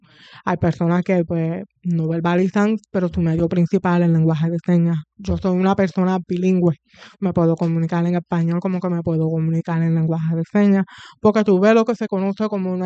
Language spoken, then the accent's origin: Spanish; Ponce, Puerto Rico; moved away; Yo soy la que le digo empanadilla, porque yo vengo de Ponce, pero pues acá le dicen este pastelillo.